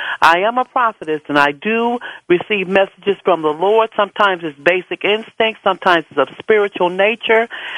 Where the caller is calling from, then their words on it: Detroit, Michigan, United States; I'm calling from the Motor City.